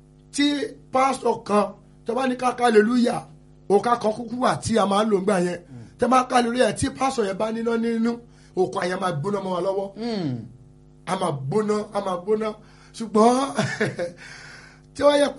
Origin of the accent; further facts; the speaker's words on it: Akoko, Ondo, Nigeria; Mo jẹ́ ọmọ bíbí Ondo State ní Àkókó.